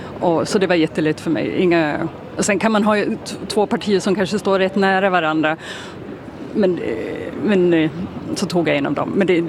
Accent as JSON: {"language": "Swedish", "country": "Sweden", "lives_now": "Denmark", "said": "jag är ju svensk och även om jag har bott där jättemånga år så ja, men jag blir ju supersvensk"}